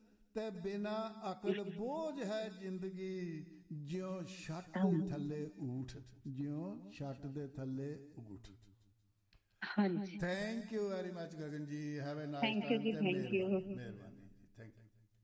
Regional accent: Punjab, India; ਸਾਡਾ ਜਿਹੜਾ ਪਿੰਡ ਹੈ ਨਾ, ਸਾਡਾ ਪਿੰਡ ਹੈ ਬਟਾਲੇ ਦੇ ਲਾਗੇ, ਕਾਨੂੰ ਆਉਣ ਵਾਲੀ ਸੜਕ, ਉੱਥੇ ਟਿੱਬੇ ਹੁੰਦੇ ਸਨ ਤੇ ਮਲੇ

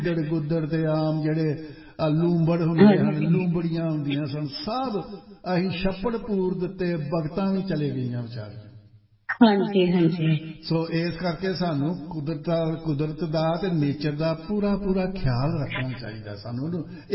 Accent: Batala, Punjab, India; ਸਾਡਾ ਜਿਹੜਾ ਪਿੰਡ ਹੈ ਨਾ, ਸਾਡਾ ਪਿੰਡ ਹੈ ਬਟਾਲੇ ਦੇ ਲਾਗੇ ਕਾਨੂੰ ਆਉਣ ਵਾਲੀ ਸੜਕ

